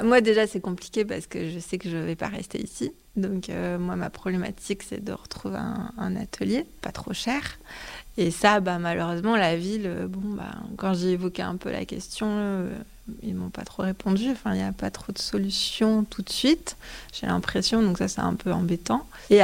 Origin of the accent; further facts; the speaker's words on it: Toulouse, Occitanie, France; now in Le Havre, France; Alors ça fait 11 ans que je suis au Havre, mais à la base je suis de Toulouse.